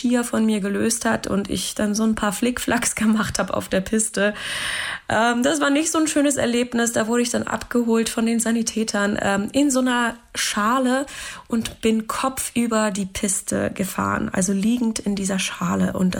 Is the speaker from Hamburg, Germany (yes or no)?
yes; Hamburg, Germany; Als Hamburgerin eher ungewöhnlich, denn ursprünglich komme ich ja aus Hamburg.